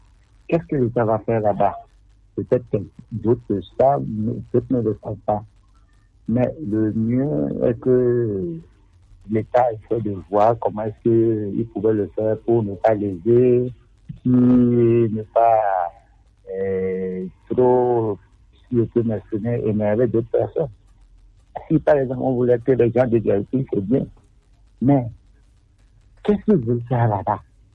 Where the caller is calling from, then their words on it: Lomé, Maritime, Togo; Depuis Adido Gomé.